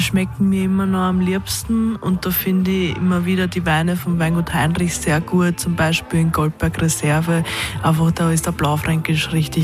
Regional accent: Deutschkreuz, Burgenland, Austria; moved away as an adult; now in Kitzbühel, Austria; Ja, ich bin in Deutschkreuz aufgewachsen, aber als ich geheiratet habe, bin ich da mit meinem Mann nach Kitzbühel gezogen

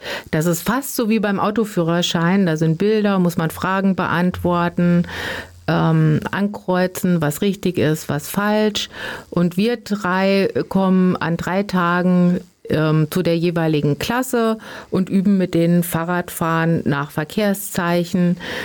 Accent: Röhrda, Hesse, Germany; born there

